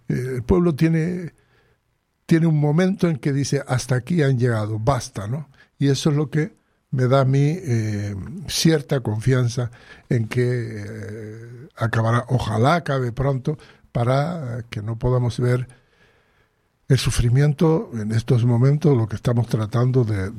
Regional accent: Western Sahara; Nosotros, el pueblo saharaui lucha para decir, yo quiero vivir libre en mi tierra

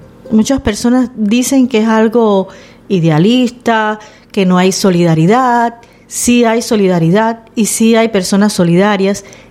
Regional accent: Cuba; y yo diría, bueno, es que yo soy cubana

